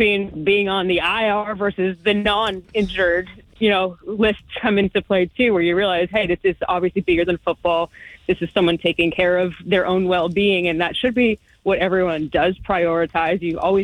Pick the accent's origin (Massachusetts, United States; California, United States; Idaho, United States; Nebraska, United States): Massachusetts, United States; Boston; also born or lived in Charlottesville, Virginia; I'm from Boston, so we had one around me growing up. I also lived in Virginia for a couple years, and we had one in Charlottesville where I live there too.